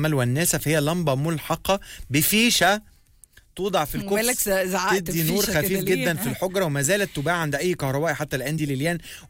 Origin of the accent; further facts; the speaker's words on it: Egypt; احنا كمصريين